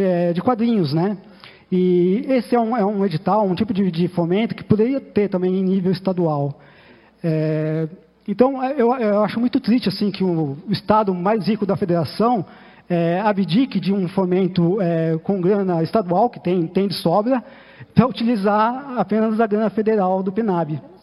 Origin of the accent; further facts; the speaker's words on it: Osasco, São Paulo, Brazil; eu sou de Osasco